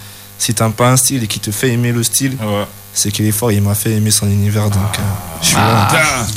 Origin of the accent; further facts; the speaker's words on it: Lille, Hauts-de-France, France; maire de Lille